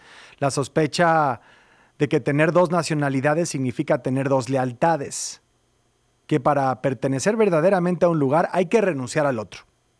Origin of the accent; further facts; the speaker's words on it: Mexico; now in United States; millones de mexicanos allá, en Estados Unidos, hemos escuchado que no somos suficientemente estadounidenses porque somos muy mexicanos